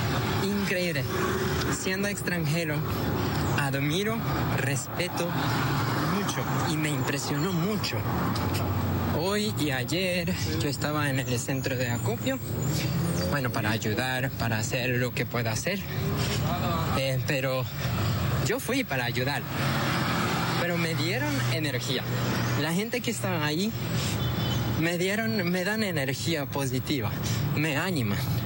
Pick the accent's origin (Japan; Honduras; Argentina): Argentina; Buenas tardes, somos un grupo de Argentina, se llama AR13, somos todos bomberos voluntarios de Argentina, vinimos 30 rescatistas en este equipo.